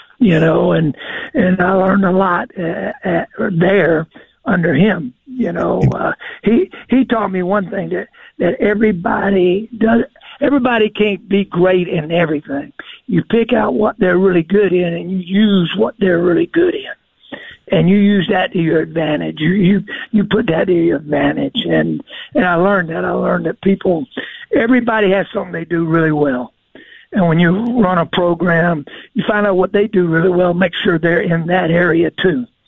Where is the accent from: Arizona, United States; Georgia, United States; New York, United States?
Georgia, United States; Macon; moved away; Well, I grew up in Macon, Georgia